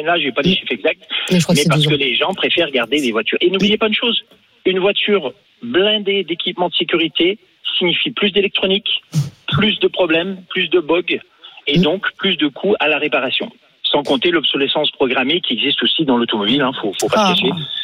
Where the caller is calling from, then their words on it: Lyon, Auvergne-Rhône-Alpes, France; je suis sur Lyon